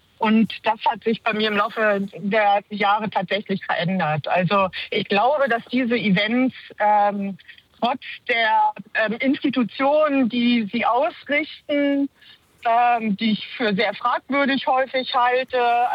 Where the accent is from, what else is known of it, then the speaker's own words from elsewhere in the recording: Hamburg, Germany; Aber ich bin ja auch Hamburgerin, also wird schon schön sein.